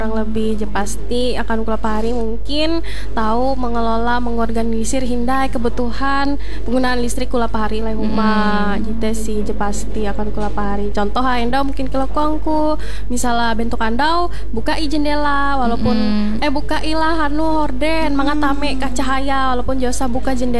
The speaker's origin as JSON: {"language": "Indonesian", "region": "Central Kalimantan", "country": "Indonesia", "said": "kita warga Kalimantan tuh misalnya ternyata daerah hete kemarau"}